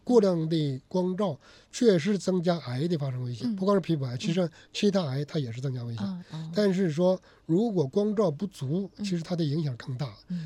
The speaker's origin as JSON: {"language": "Chinese", "country": "China", "said": "我们中国人普遍，尤其中国的女性普遍晒太阳不足的"}